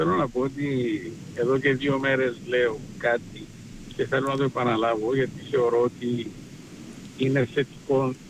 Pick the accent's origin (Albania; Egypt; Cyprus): Cyprus; θα είμαι πάρα πολύ ευτυχισμένος σαν Κύπριος, όχι σαν Ελληνοκύπριος